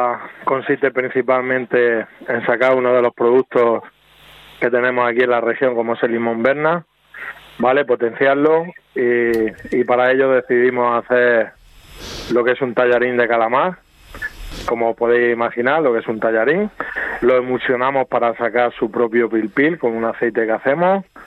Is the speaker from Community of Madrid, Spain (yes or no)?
no; Region of Murcia, Spain; Sí, el limón, como buenos murcianos, ya sabes, el limón es un ingrediente que a casi todo el mundo le gusta y le ponemos limón a todos los platos.